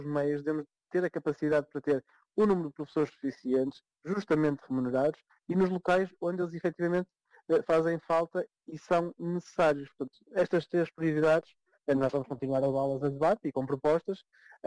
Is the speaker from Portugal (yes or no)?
yes; Portugal; moved away as an adult; Eu quando saí de Portugal, em 2008, lembramos-nos bem, não eram os melhores anos do país